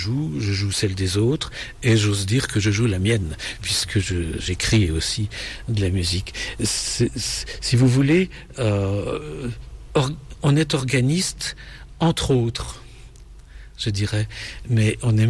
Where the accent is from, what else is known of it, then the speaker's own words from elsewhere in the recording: Besançon, Bourgogne-Franche-Comté, France; à Besançon, ma ville natale